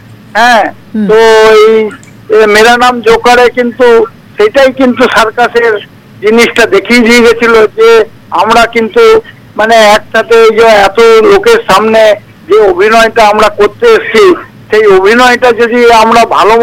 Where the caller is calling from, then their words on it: Budbud, West Bengal, India; আমি পশ্চিমবঙ্গের পূর্ব বর্ধমান জেলার বুধবুধ থেকে